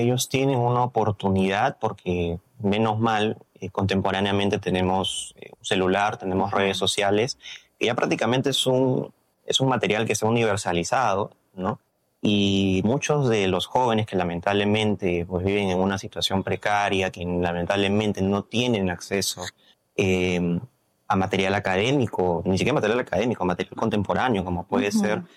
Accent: Peru

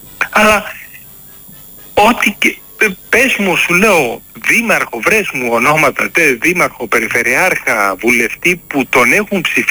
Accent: Greece; εγώ τους Έλληνες και τέτοιο, και το λαό μου, δηλαδή την πατρίδα μου, άμα μου έλεγες πάρε κόσμο από δυο, φτιάξε μια καινούργια πόλη και διάλεξε Έλληνες ή άλλο λαό. Θα προτιμούσα Έλληνες.

